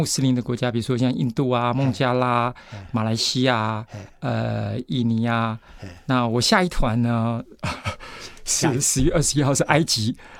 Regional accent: Taiwan; 我们台湾人

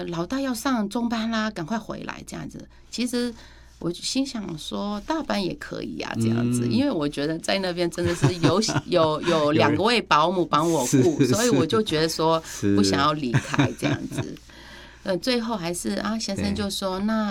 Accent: Myanmar; moved away as an adult; now in Taiwan

